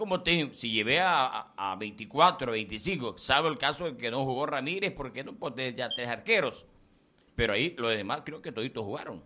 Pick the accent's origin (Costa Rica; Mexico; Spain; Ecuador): Ecuador; yo como ecuatoriano